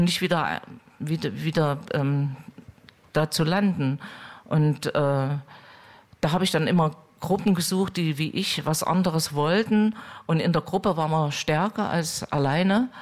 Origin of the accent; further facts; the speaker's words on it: East Germany, Germany; Also ich komme aus der DDR